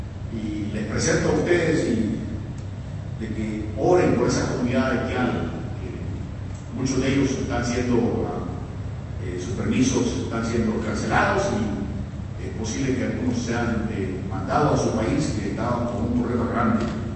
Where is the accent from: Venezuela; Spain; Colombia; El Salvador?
El Salvador; Anoche me decía un hermano que no cree que yo soy salvadoreño, yo parezco más cubano ese. Pero es la razón poderosa, porque mi esposa es cubana.